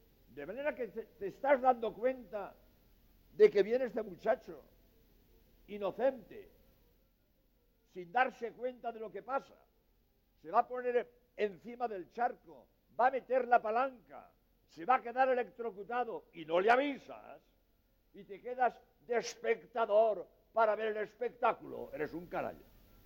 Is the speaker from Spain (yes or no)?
yes; Spain; now in Cádiz, Spain; soy jesuita español